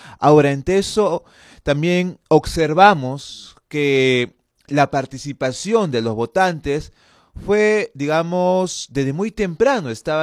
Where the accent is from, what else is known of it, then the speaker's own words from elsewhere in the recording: Peru; como ciudadanos, como peruanos y peruanas